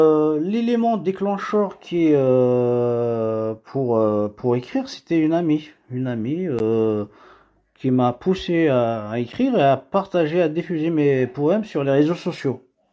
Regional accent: Kabylie, Algeria; moved away as an adult; also born or lived in Akbou / Béjaïa; now in France; J'ai effectué mes études primaires dans mon village natal, le collège et le lycée dans la ville d'Akbou, proche de mon village de 6 km de mon village

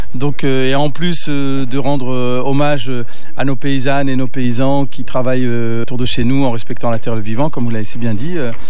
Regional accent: Roubaix, Hauts-de-France, France; Parce que moi je suis né, j'ai grandi à Roubaix. Donc Roubaix, c'est une ville industrielle, une ancienne ville industrielle, qui a connu la crise industrielle dans les années 70, qui est devenue une ville très très pauvre, avec beaucoup de précarité, avec beaucoup de problèmes

